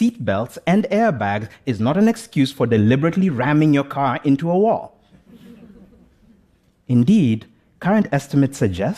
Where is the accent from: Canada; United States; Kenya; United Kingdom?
Kenya; my home country, Kenya.